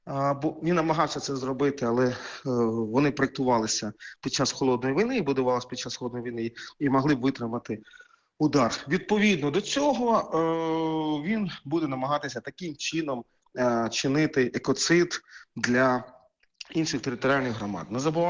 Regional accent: Kharkiv, Kharkiv Oblast, Ukraine; як, наприклад, в моєму рідному Харкові мають очисні споруди

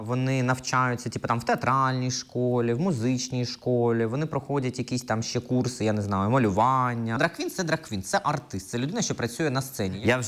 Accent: Kropyvnytskyi, Kirovohrad Oblast, Ukraine; Ні, я з Кропивницького.

